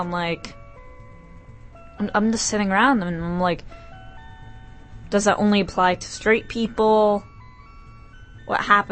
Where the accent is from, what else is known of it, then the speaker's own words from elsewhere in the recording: New Jersey, United States; I'm from New Jersey.